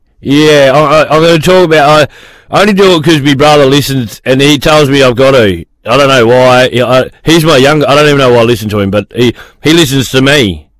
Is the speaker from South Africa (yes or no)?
no; Collie, Western Australia, Australia; because I grew up in Collie, right down south from here, a long way down past Bunbury there, and we only had ABC and GWN growing up.